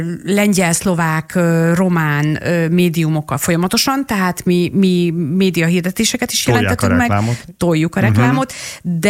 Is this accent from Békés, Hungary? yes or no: no; Hajdúszoboszló, Hajdú-Bihar, Hungary; A legtöbb szoboszlói mondjuk ezt mondja, én nagyon lokálpatrióta vagyok, tehát én a fürdőben nőttem föl, én a fiatal koromat a fürdőben töltöttem.